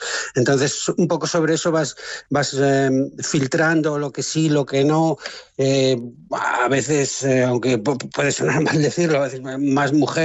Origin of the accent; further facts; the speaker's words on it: Galicia, Spain; now in Estonia; yo soy gallego